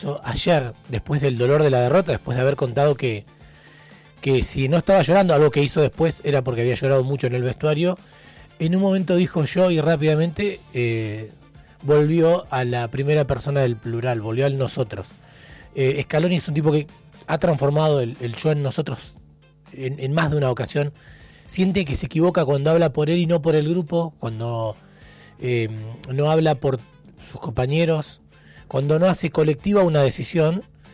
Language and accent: Spanish; Argentina; a nosotros como argentinos